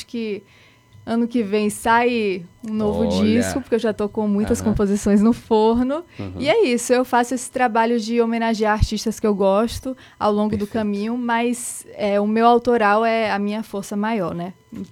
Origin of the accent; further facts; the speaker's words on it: Salvador, Bahia, Brazil; Baiana, soteropolitana.